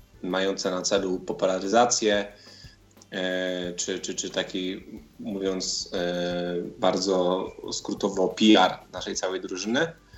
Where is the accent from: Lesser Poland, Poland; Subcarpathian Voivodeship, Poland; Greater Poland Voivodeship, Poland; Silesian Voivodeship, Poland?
Silesian Voivodeship, Poland; Czechowice-Dziedzice; Pochodzę z Czechowic-Dziedzic, czyli to jest 90 km od Krakowa.